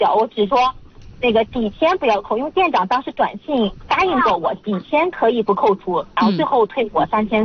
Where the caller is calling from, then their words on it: Yuncheng, Shanxi, China; 我就是盐湖区。